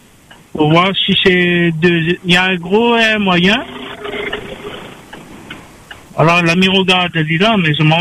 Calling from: Saint-Denis, Réunion; là je suis à Sainte-Clotilde

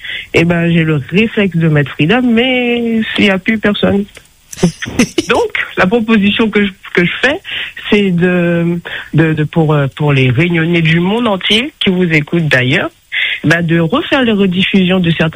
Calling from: Guadeloupe; moi j'habite en Guadeloupe

